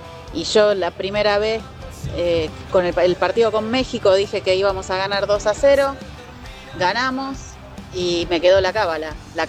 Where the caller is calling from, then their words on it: Olivos, Buenos Aires Province, Argentina; vivo en Olivos.